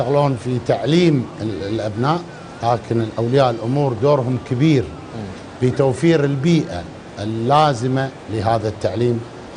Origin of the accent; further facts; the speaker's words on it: Kuwait; الظروف الاستثنائية اللي مرت فيها ديرتنا الحبيبة الكويت